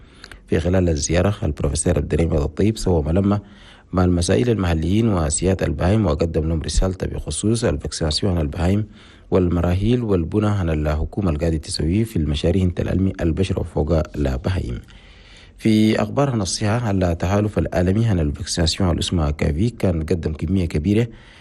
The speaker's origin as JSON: {"language": "Arabic", "country": "Chad", "said": "في بلدنا تشاد"}